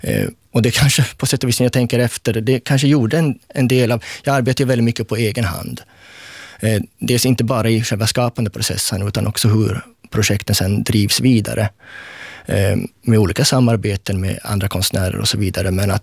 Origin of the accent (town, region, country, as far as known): Sweden; accent: Sweden Swedish; now in Finland